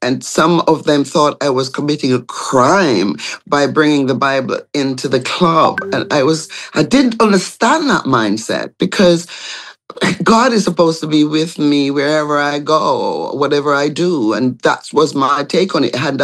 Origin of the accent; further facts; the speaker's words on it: Jamaica; I am Jamaican in and out.